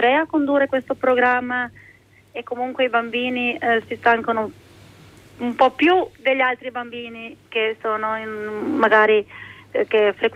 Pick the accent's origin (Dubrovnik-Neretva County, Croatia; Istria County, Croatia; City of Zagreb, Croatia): Istria County, Croatia; Brtonigla; born there; also born or lived in Villanova (Nova Vas), Istria; Sono nata qua, sono nata a Verteneglia, poi sono venuta a vivere a Villanova, dove vivevano prima mia mamma e i miei nonni.